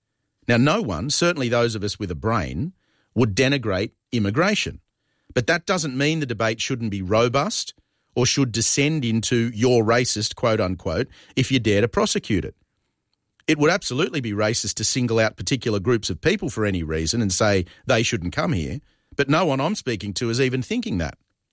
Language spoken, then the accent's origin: English; Australia; process as an Australian of how hard it is to emigrate to the US, anywhere in Europe, or any of the big Asian countries. It's a lot harder than it seems to be to move here.